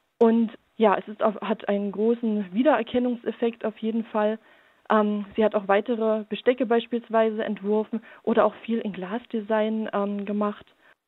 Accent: Wallendorf, Saxony-Anhalt, Germany; ich komme aus Wallendorf bei Merseburg

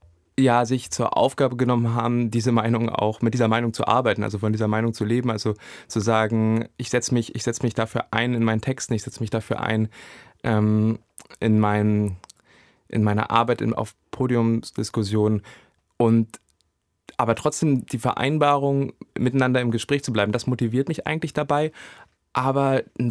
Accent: Saxony-Anhalt, Germany; Ich meine, ich komme aus Sachsen-Anhalt

